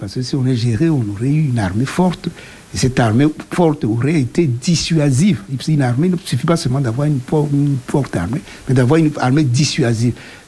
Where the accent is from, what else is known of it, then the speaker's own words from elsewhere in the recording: DR Congo; Et pourtant, on est congolais.